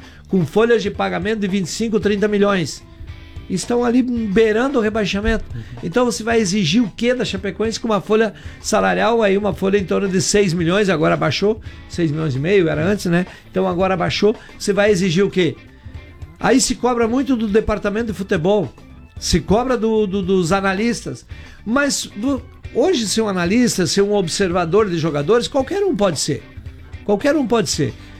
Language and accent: Portuguese; Brazil; nós somos brasileiros, somos chapecoenses